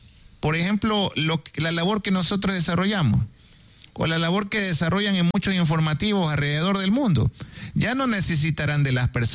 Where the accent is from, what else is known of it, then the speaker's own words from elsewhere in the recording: Ecuador; nosotros lo vemos, como los ecuatorianos